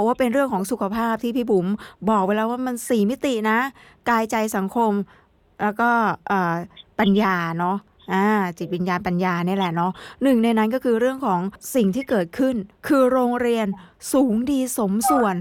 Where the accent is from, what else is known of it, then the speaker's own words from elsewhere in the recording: Trang, Thailand; เพราะว่าเราเป็นคนตรังเหมือนกันเหมือนเป็นคนบ้านเดียวกันเนาะ